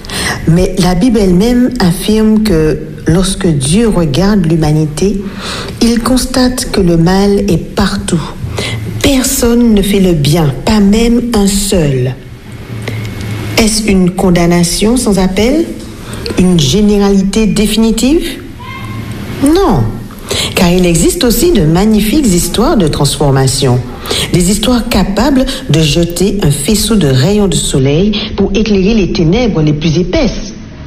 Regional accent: Martinique; Chez nous en Martinique

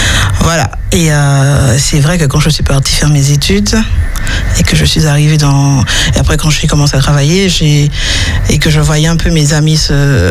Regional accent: Martinique; Je suis une Martiniquaise.

